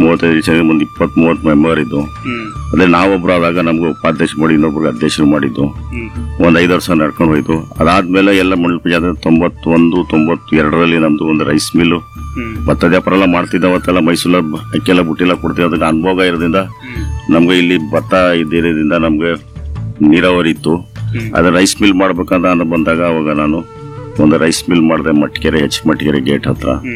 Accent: Hechmatakere, Karnataka, India; ಈಗ ನಮ್ಮ ಹೆಚ್ಮಟ್ಕೇರಿ ಗ್ರಾಮದಲ್ಲಿ ನಮ್ಮ ತಂದೆಯವರು ಇದ್ರು.

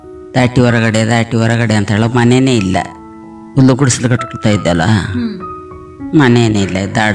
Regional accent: Nagarahole, Karnataka, India; ನಮ್ದು ಊರು ನಾಗರಹೊಳೆ ಗೋಣಿಗದ್ದೆ, ನಮ್ಮ ಊರು ಅರೆಸ್ಟ್ ಒಳಗಡೆ.

